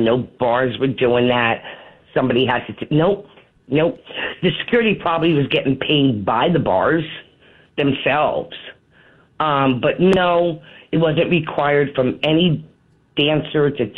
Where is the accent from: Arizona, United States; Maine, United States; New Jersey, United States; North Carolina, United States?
New Jersey, United States; I'm from New Jersey.